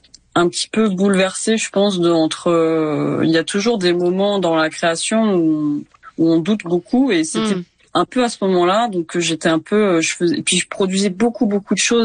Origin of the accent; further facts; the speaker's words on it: Ramatuelle, Provence-Alpes-Côte d'Azur, France; moved away; j'ai un lien assez fort avec Ramatuelle, donc là où j'ai grandi